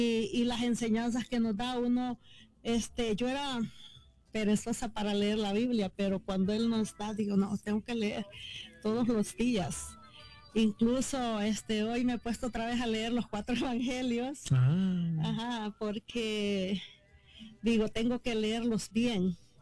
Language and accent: Spanish; El Salvador; moved away; me acuerdo en mi país, en El Salvador